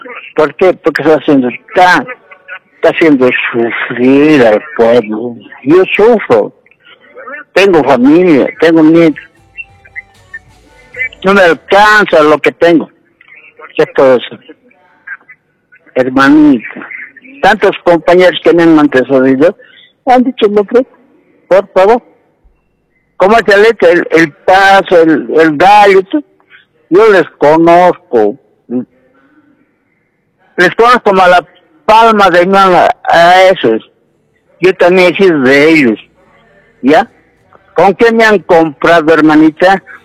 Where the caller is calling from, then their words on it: Cochabamba, Bolivia; Soy de Cochabamba. Vivo en Villa, zona sur de la casa.